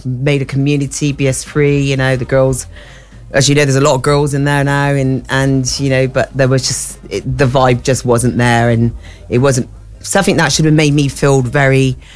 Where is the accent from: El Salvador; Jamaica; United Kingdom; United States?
Jamaica; being Jamaican.